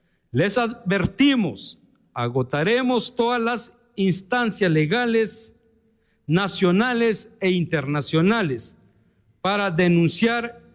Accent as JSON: {"language": "Spanish", "region": "Sololá", "country": "Guatemala", "said": "nuestro bello departamento de Sololá"}